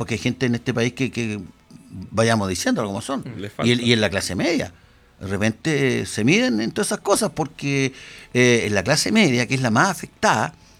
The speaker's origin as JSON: {"language": "Spanish", "country": "Chile", "said": "esto va a lo que nosotros somos los chilenos, que es lo importante. Aquí los chilenos somos todos chilenos, somos todos hermanos."}